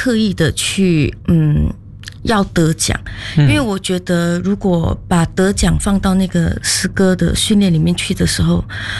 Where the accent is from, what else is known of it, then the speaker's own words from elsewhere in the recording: Malaysia; 我们马来西亚人嘛，发音肯定是没有这么字正腔圆。